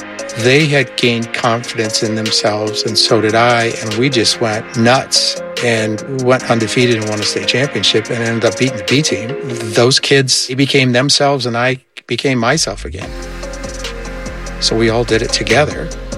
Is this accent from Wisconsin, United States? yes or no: yes; Wisconsin, United States; I tell my students, hey, I'm just like you. I was raised in Wisconsin.